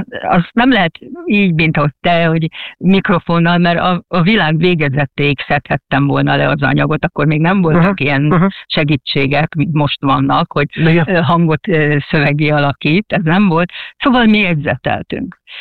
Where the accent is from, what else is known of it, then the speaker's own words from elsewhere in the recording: Hungary; mi magyarok vagyunk